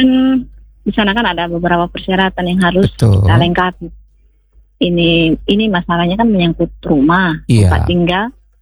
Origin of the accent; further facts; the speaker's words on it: East Nusa Tenggara, Indonesia; Namanya kita orang NTT, Pak, enggak ngomong.